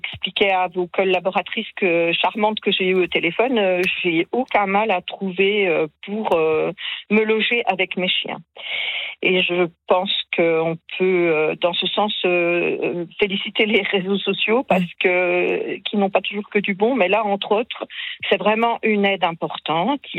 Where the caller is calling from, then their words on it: Grand Est, France; Alors, je vous appelle de Lorraine.